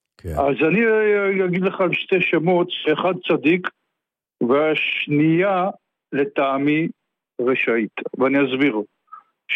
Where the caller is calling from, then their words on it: Petah Tikva, Central District, Israel; אני מפתח תקווה.